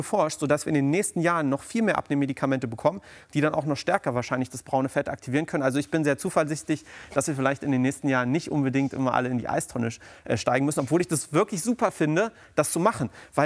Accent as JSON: {"language": "German", "region": "East Germany", "country": "Germany", "moved": "yes", "said": "Also wir kommen ursprünglich aus Ostdeutschland, aber sind nach der Wende rübergezogen nach Westdeutschland, weil meine Eltern dort Arbeit gefunden haben."}